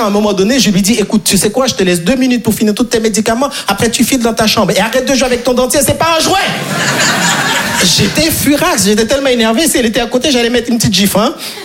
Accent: Haiti; moved away; parce que je suis né et grandi en Haïti, et en Haïti, on n'a pas les quatre saisons.

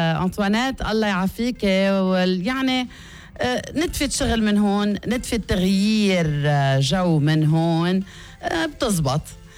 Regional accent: Lebanon; نحنا كلبنانيين

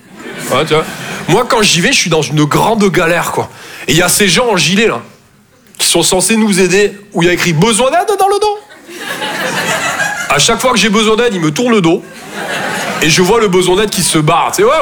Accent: Toulouse, Occitanie, France; moved away; Je viens de Toulouse à la base. Ouais, ça s'entend un peu, ouais. Ben, mon accent

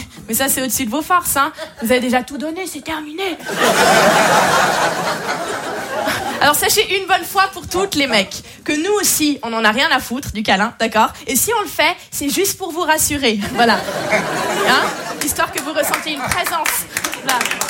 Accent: Switzerland; Parce qu'en fait, je viens de Suisse, je ne l'ai pas dit au début.

